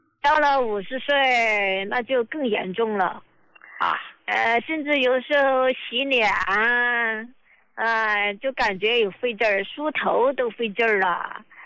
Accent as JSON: {"language": "Chinese", "region": "Chongqing", "country": "China", "said": "我是重庆这边的患者。"}